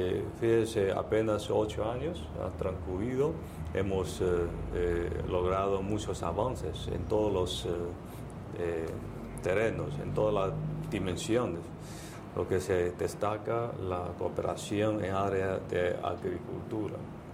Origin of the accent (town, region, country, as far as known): China